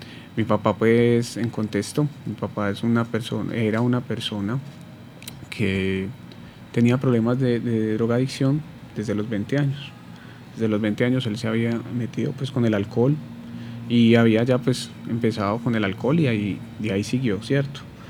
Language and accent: Spanish; Medellín, Antioquia, Colombia; yo soy de la Comuna 13, de aquí de la ciudad de Medellín, del barrio Belencito, en la parte, pues, no tan arriba, pero sí cerca del Belencito Corazón.